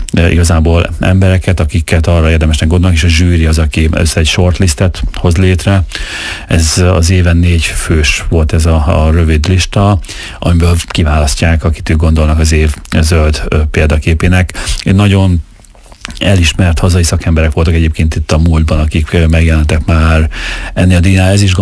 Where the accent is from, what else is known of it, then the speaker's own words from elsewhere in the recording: Miskolc, Borsod-Abaúj-Zemplén, Hungary; also born or lived in Budapest; hoztam egy döntést, hogy visszatérek Miskolcra, és akkor átjelentkeztem, én akkor építőipari vonalon tanultam, és átjelentkeztem a Miskolci Egyetemre, hogy itthon legyek